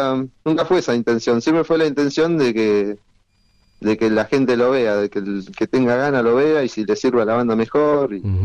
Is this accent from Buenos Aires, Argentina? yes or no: no; Viedma, Río Negro, Argentina; soy de Viedma, de Río Negro